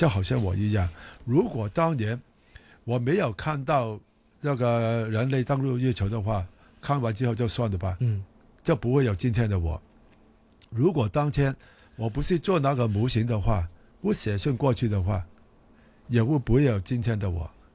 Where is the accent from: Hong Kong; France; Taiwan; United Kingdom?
Hong Kong